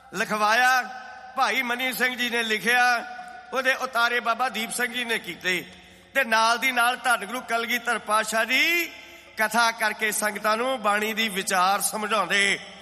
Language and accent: Punjabi; Kartarpur, Punjab, India; ਅਸੀਂ ਕਰਤਾਰਪੁਰ ਦੇ ਰਹਿਣ ਵਾਲੇ ਹਾਂ।